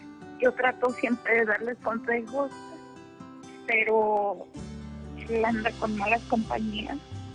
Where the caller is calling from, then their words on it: Celaya, Guanajuato, Mexico; De Celaya, Guanajuato.